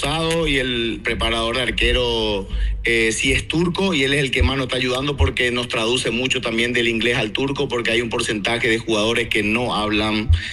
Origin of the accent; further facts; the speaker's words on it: Paraguay; also born or lived in United States; Yo nací en los Estados Unidos, pero a los 2 meses ya fui a Paraguay. O sea, soy más paraguayo que la mandioca, como se dice.